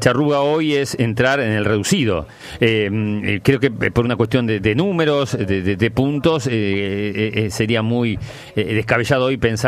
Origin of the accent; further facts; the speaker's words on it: Tablada, Santa Fe, Argentina; yo soy de Tablada